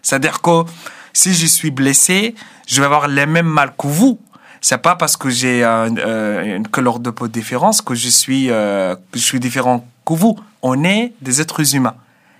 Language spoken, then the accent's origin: French; Sudan; now in France; Parce que quand je suis parti du Soudan, j'ai cherché deux choses. La liberté et la dignité.